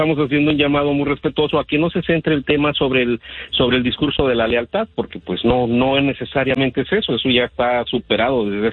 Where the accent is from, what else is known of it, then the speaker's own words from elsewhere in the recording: Mexico; now in United States; solamente trátame como mexicano o mexicano que soy, porque también pago impuestos en México.